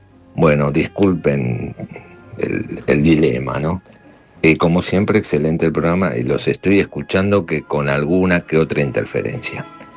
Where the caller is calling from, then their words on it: Buenos Aires, Argentina; de Núñez.